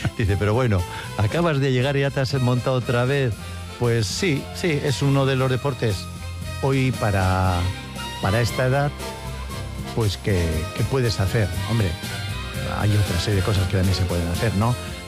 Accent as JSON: {"language": "Spanish", "town": "Sestao", "region": "Basque Country", "country": "Spain", "also_born_or_lived": "Bilbao", "said": "yo nací en Bilbao, por circunstancias. No lo sé, nunca se lo pregunté a mis padres, pero bueno. Vivo en Sestao, pues se puede decir que soy de Sestao. Uh-huh. Soy de Sestao."}